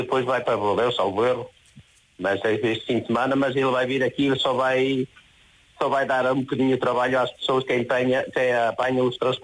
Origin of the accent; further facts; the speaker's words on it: Portugal; moved away; also born or lived in Guimarães / Porto; Porque eu com 14 anos, eu com 14 anos já estava a trabalhar em Guimarães e Guimarães foi para o Porto. E aí, está a ver, uma pessoa às vezes, é como agora, por exemplo, no mês de julho, ou mês de agosto, quando vou a Portugal, às vezes vou para a minha terra